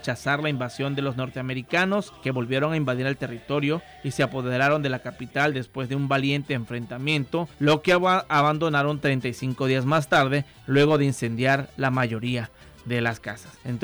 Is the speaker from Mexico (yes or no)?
yes; Mexico; unirnos como mexicanos, como compatriotas, como paisanos